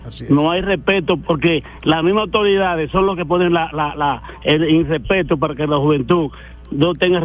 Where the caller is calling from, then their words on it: San Juan de la Maguana, San Juan, Dominican Republic; Hablo de San Juan de la Maguana